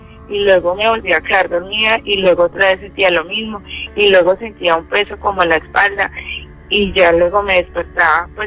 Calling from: Pereira, Risaralda, Colombia; yo soy de Pereira

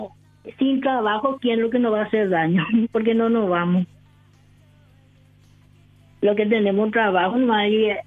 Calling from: Ñemby, Central, Paraguay

